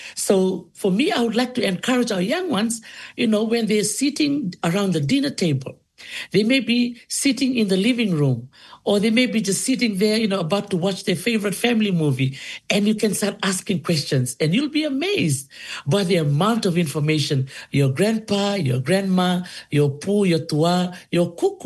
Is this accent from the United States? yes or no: no; Dholisuva, Central Division, Fiji; also born or lived in Kadavu; young girl in Dholisuva village in the province of Naitasiri. That's where I was raised. Even though I'm originally from Kandavu